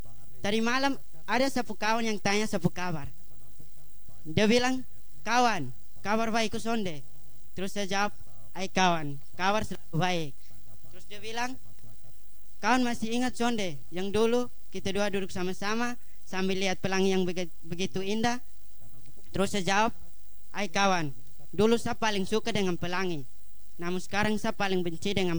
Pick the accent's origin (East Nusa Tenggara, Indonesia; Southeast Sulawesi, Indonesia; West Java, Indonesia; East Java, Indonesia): East Nusa Tenggara, Indonesia; Saya dari Malaka, yang biasanya orang bilang Lafayek Malaka dong.